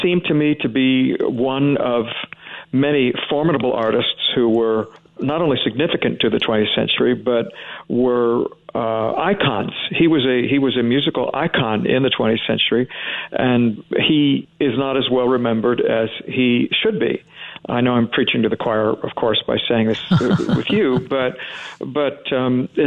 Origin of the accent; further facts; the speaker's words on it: Columbus, Ohio, United States; moved away as an adult; now in California, United States; I moved to California from Columbus, Ohio, when I was 20 years old in 1976